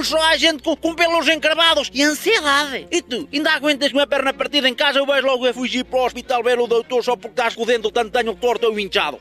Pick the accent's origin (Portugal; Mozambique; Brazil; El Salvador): Portugal; Trás-os-Montes; já tenho idade para ter juízo e venho de Valdafife, ali do Nordeste Transmontano.